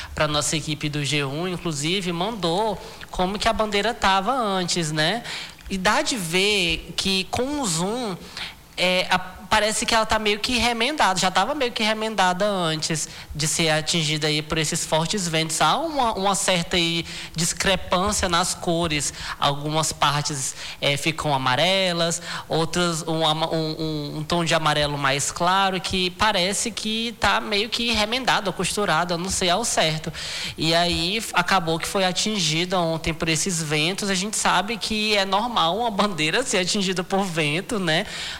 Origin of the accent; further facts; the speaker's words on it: Acre, Brazil; Tenho muito orgulho de dizer que sou acreano, porque a bandeira do Acre é muito bonita mesmo.